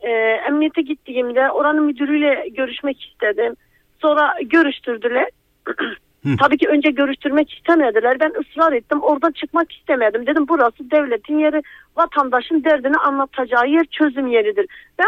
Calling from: Malatya, Turkey; Malatya merkezden arıyorum.

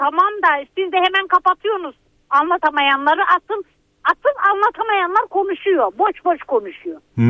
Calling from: Izmir, İzmir, Turkey; İzmir'den arıyorum ben.

